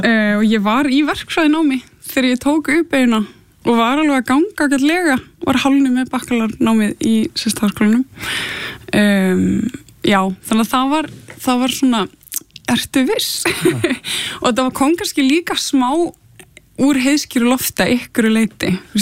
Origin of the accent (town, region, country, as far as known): Gothenburg, Västra Götaland County, Sweden; born or raised there